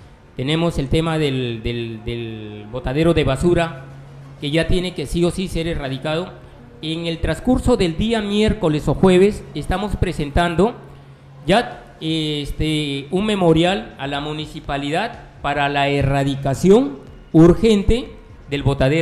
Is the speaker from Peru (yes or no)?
yes; Tambogrande, Piura, Peru; mi pueblo de Tambo Grande.